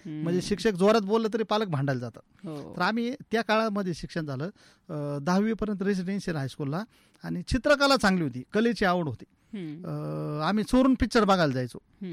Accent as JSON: {"language": "Marathi", "town": "Ahmednagar", "region": "Maharashtra", "country": "India", "tie": "born or raised there", "said": "तर मी आहे मूळचा सावडीचा, आणि नदीच्या वरती बोलेगावला आमची जमीन होती, त्याच्यामुळे रेडिओ नगर जशी शिना नदीच्या कडेला आहे का, तसा मी शिना नदीच्या कडेचाच आहे।"}